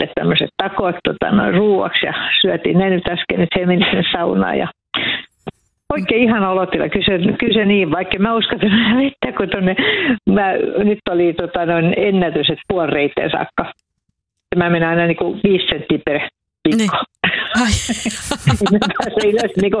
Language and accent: Finnish; Vihti, Uusimaa, Finland